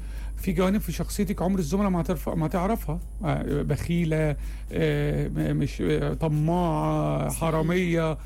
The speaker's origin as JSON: {"language": "Arabic", "region": "Upper Egypt", "country": "Egypt", "tie": "born there", "said": "أنا متربي صعيدي شوية"}